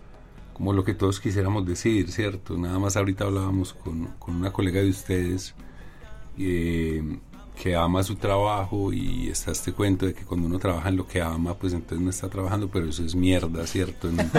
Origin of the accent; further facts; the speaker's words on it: Medellín, Antioquia, Colombia; yo crecí en esas casas, ahí a la vuelta ahí vivieron familiares, vivieron los amigos del colegio.